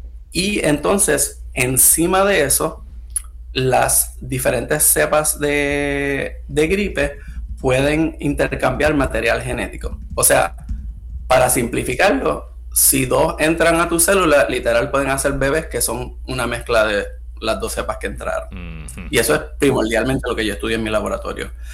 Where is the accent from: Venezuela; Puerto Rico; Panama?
Puerto Rico; San Juan; moved away as an adult; also born or lived in Mayagüez; now in Davis, United States; yo me crié en Río Piedra. Estudié en la High de la Universidad de Puerto Rico, la Escuela Secundaria de la Universidad de Puerto Rico, UHSFUA.